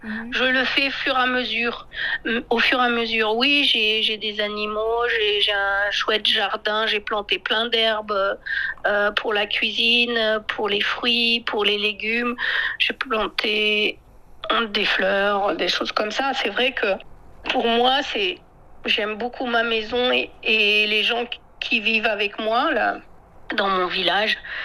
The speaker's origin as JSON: {"language": "French", "country": "France", "lives_now": "China", "said": "Pourtant, je suis pas du tout américaine, je suis française, mais bon, pour eux, ça veut dire étranger, quoi."}